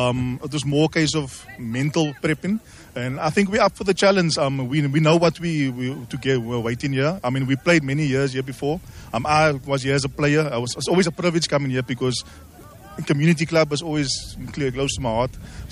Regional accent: Mitchells Plain, Western Cape, South Africa; growing up in Mrs. Plain

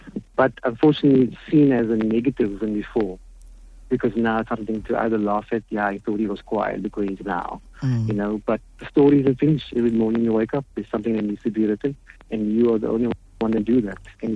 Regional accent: Athlone, Western Cape, South Africa; I'm from Athlone, from Thornton Road, went to Sunnyside Primary. So that is where I grew up. I'm 51 years old, so I understand the dynamics on that area.

